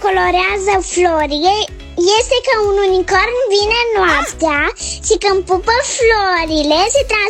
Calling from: Năvodari, Constanța County, Romania; eu sunt … din Năvodari. Am 6 ani.

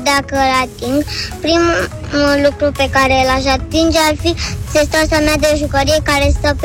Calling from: Iași, Iași County, Romania; din Iași, am 6 ani

